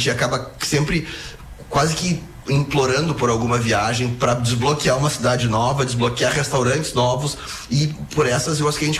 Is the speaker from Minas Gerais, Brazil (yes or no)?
no; Porto Alegre, Rio Grande do Sul, Brazil; A gente nasceu, o nosso CEP é 90 mil e alguma coisa, né?